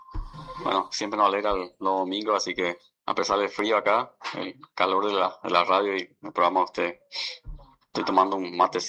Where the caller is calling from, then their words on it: Posadas, Misiones, Argentina; de Posada.